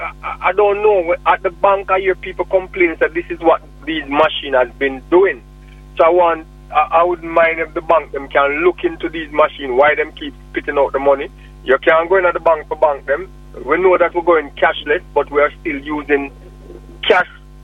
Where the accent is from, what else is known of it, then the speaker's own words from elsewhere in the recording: Kingston, Jamaica; I grew up in a place where we call Vineyard Town.